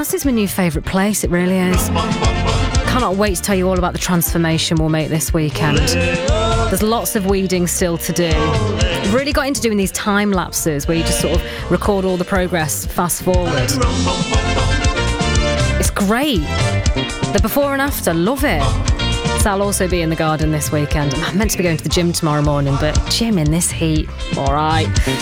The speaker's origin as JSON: {"language": "English", "country": "United Kingdom"}